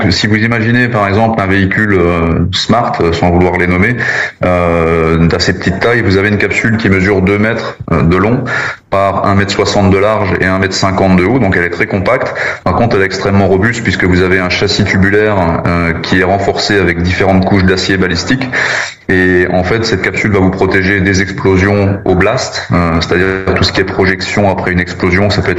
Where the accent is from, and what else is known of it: Grand Est, France